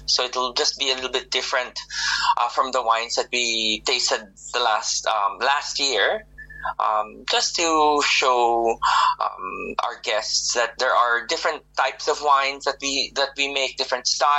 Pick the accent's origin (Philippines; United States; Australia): Philippines; moved away; I'm originally from the Philippines.